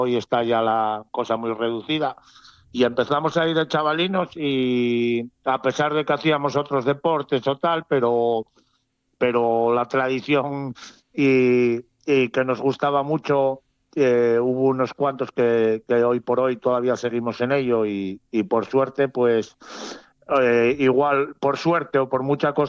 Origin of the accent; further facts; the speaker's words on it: Gozón, Asturias, Spain; now in Carreño, Spain; yo en que ahora juego con la peña de Carreño y vivo aquí en Carreño, yo soy natural de Gozón